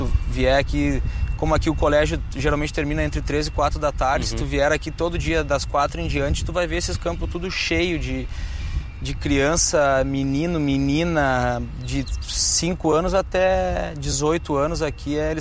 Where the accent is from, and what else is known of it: Rio Grande do Sul, Brazil